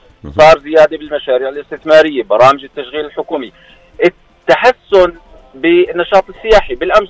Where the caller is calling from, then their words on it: Jordan; كأردنيين.